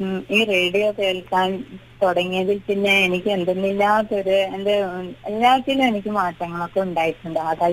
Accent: Payyanur, Kerala, India; moved away as an adult; now in Kadavallur, India; എന്റെ നാട് കണ്ണൂരാണ്.

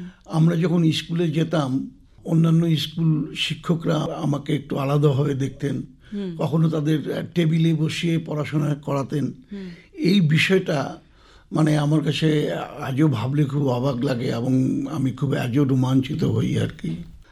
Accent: Cooch Behar district, West Bengal, India; আমার জন্ম কুচবিহার জেলার দেওনহাট অঞ্চলে 1955 সালে

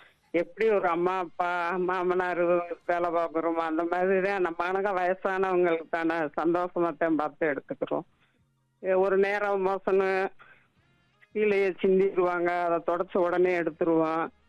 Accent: India; என் சொந்த ஊரே இதுதான்.

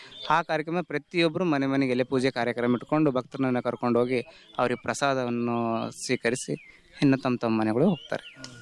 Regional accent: Hanumadoddi, Karnataka, India

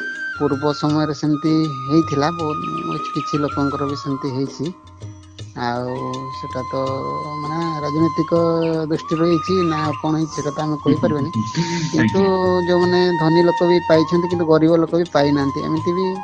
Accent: Gaduatpur, Odisha, India; ଆଉ M school ପର୍ଯ୍ୟନ୍ତ ଆମର ଆମ ଗାଁ ନିଜେ ଗଡ଼ୁଆଟପୁରରେ ରହିଛି।

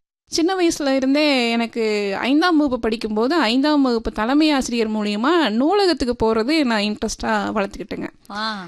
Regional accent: Dindigul district, Tamil Nadu, India; moved away as an adult; also born or lived in Palani, Tamil Nadu; now in Coimbatore, India; நான் என்னோட சொந்த ஊரே திண்டுக்கல் மாவட்டம், ஒட்டந்தத்துறை மட்டம், ரெட்டியபட்டி கிராமம்.

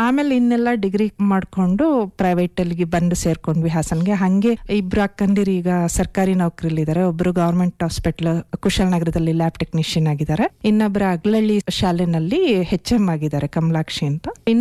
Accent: Konthana Mane, Karnataka, India; born there

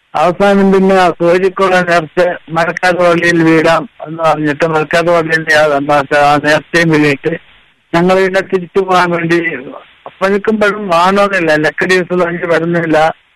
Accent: Lakshadweep, India; ലക്ഷദ്വീപിലെ ഓടത്തിലുള്ള ഒരു യാത്ര, 8-ാം ക്ലാസ് പഠിക്കുന്നവരെ ഞാൻ നാട് വിട്ടിട്ടില്ല.

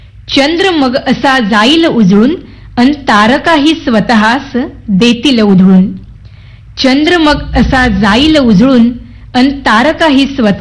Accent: Devgad, Maharashtra, India; now in Mumbai, India; मी मूळची देवगडची आहे, तर गावी कसं निरभ्र आकाश आपल्याला पाहायला मिळतं आणि आकाशातला चंद्र आणि सगळे तारे बघताना म्हणजे एक विलक्षण नजारा असतो. पण ज्यावेळी मी शहरात आले मुंबईला

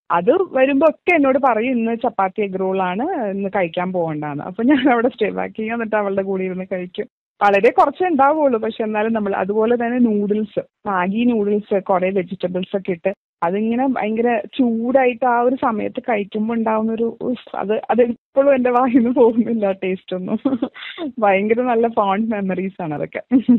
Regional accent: Ernakulam, Kerala, India; ഞാൻ എറണാകുളം സ്വദേശിനിയാണ്.

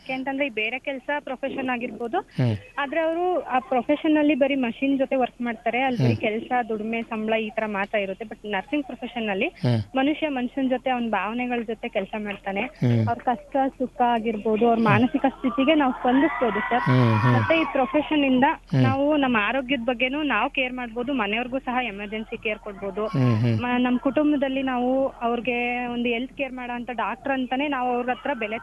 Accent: Halebidu, Karnataka, India; moved away as an adult; now in Mysore, India; ನನ್ನ ಊರು ಹಾಸನ್ ಡಿಸ್ಟ್ರಿಕ್ ಹಳೆಬೀಡು.

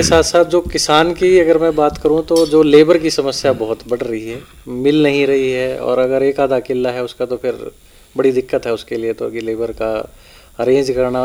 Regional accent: Yamunanagar, Haryana, India; जैसे मैं जहाँ से आता हूँ हमारे यहाँ यमुनानगर में संकर किस्में ज़्यादा लगती हैं

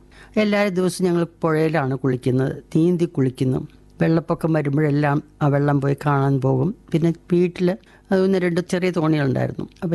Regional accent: Muringoor, Kerala, India; ഞാൻ ജനിച്ച് വളർന്നതും ചെറിയ കുട്ടിക്കാലെല്ലാം തൃശ്ശൂർ ഡിസ്ട്രിക്റ്റില് ചാലക്കുടി പുഴയുടെ തീരത്ത് മുരിങ്ങൂർ എന്ന് പറഞ്ഞ ഒരു ചെറിയ ഗ്രാമത്തിലാണ്. വളരെ പ്രകൃതി ഭംഗിയുള്ളൊരു ഗ്രാമമായിരുന്നു അത്. ചെറിയ ഗ്രാമമായിരുന്നു, എനിക്ക് തോന്നുന്നു ഒരു 50-ൽ കുറവ് വീടുകളെ അവിടെ ഉണ്ടായിരുന്നുള്ളൂ.

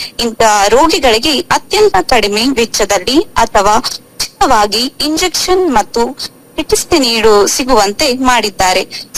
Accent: Sirsi, Karnataka, India; ನಾನು ಸಿಸ್ಸಿಯಿಂದ ಬಂದಿದ್ದೇನೆ.

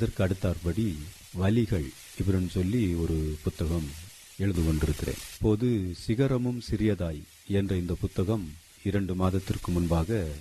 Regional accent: Kadiyapattinam, Tamil Nadu, India; அந்த ஒரு அழகான ஒரு ஊர். இயற்கை காட்சிகளெல்லாம் சூப்பராக இருக்கும் பார்க்கறதுக்கு. அந்த மாதிரி ஒரு நல்ல ஒரு கிராமத்தில் நான் பிறந்து வளர்ந்து அங்கே வந்து 7ஆம் வகுப்பு வரை படித்திருக்கிறேன்.

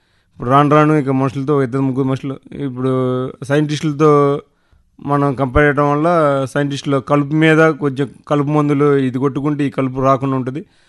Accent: Jonnalagadda, Andhra Pradesh, India; మాది జొన్నలగడ్డ గ్రామం, గుంటూరు రూరల్ మండలం, గుంటూరు డిస్టిక్.

